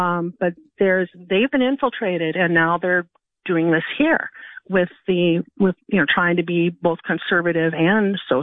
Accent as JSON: {"language": "English", "region": "Minnesota", "country": "United States", "tie": "born or raised there", "moved": "yes", "lives_now": "Nebraska, United States", "said": "I'm actually left from Minnesota, is where I grew up. And I am kind of a George Floyd and COVID refugee."}